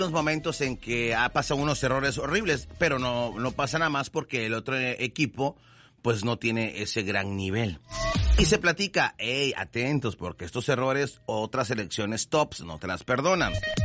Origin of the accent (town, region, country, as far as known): Mexico